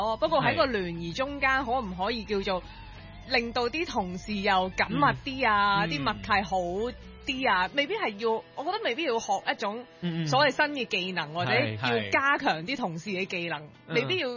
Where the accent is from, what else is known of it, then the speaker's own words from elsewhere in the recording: China; 好，我哋中國人呢阿蔡，